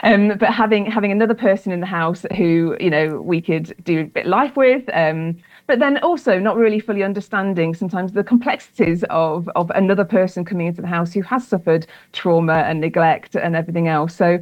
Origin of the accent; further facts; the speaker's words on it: East Midlands, United Kingdom; My parents are from the Valleys, yes, yeah. But I'm from Nottinghamshire, I'm afraid. I'm from the Midlands